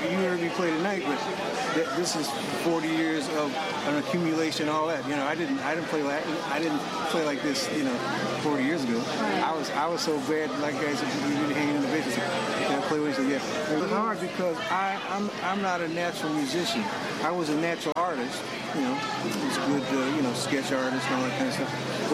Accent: Chicago, Illinois, United States; also born or lived in Indianapolis, Indiana; now in New York, United States; and I'm from the Midwest. I was born in Indianapolis, grew up around Chicago, so I got a chance to get the blues guys.

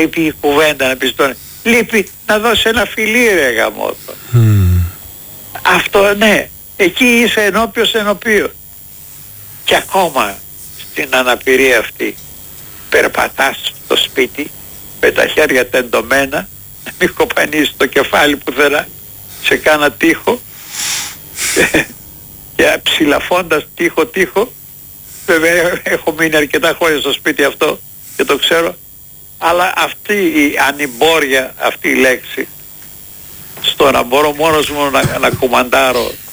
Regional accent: Athens, Attica, Greece; now in Kavala, Greece; Τελειώς το σπίτι μου, η οικογένειά μου, η δική μου είναι στην Αθήνα. Είμαι Αθηναίος.

